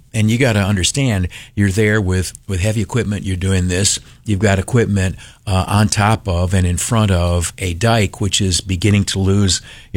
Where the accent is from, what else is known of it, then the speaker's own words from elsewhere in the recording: Canisteo, New York, United States; now in Rochester, United States; my hometown is quite a ways from Rochester, about 70 miles, sort of on the edge of our listening area.